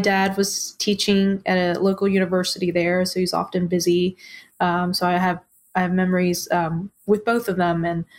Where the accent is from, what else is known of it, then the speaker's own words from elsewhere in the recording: Bangkok, Thailand; born there; English is a second language; So I was born in Bangkok, the capital in Thailand. Wow. So big, big city. I think the population is maybe more than New York City.